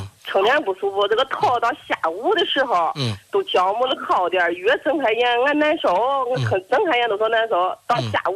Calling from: Xingtai, Hebei, China; 我邢台的

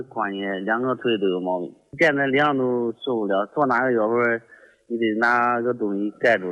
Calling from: Shangqiu, Henan, China; 我是河南的。

